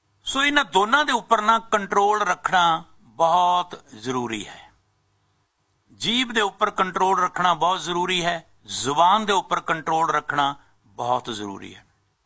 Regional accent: Faridkot district, Punjab, India; ਮੈਂ ਖੁਦ ਫਰੀਦਕੋਟ ਜ਼ਿਲ੍ਹੇ ਦਾ ਹੀ ਆ

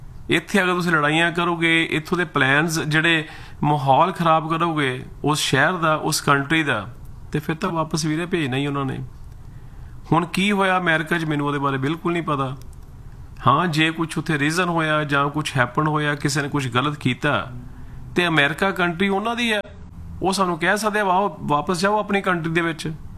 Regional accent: Punjab, India; moved away; ਅਸੀਂ ਪੰਜਾਬ ਨੂੰ ਪਿਆਰ ਕਰਦੇ ਹਾਂ, ਪੰਜਾਬ ਨਾਲ ਸਾਡਾ ਪਿਆਰ ਹੈ, ਅਸੀਂ ਉੱਥੇ ਜੰਮੇ ਪਲੇ ਹਾਂ।

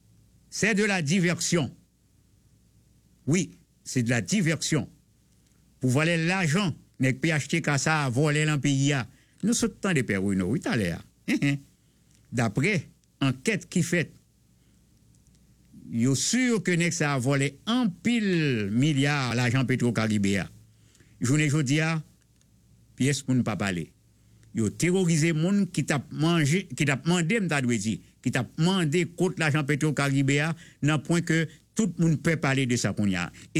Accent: Haiti; now in Canada; Retournons chez nous en Haïti

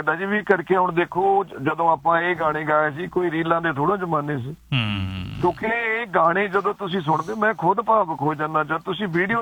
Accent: Husainpur, Punjab, India; now in England, United Kingdom; ਅਸੀਂ ਨਕੋਦਰ ਦੇ ਨਾਲ, ਸਾਡਾ ਪਿੰਡ ਆ ਜੀ ਹੁਸੈਨਪੁਰ, ਤੇ ਸਾਨੂੰ ਉਹ ਪਿੰਡਾਂ ਦੀ ਲਫ਼ਜ਼ ਉਹਦਾ ਦੀ ਗੱਲਬਾਤ ਹੋਣੀ ਚਾਹੀਦੀ ਆ।

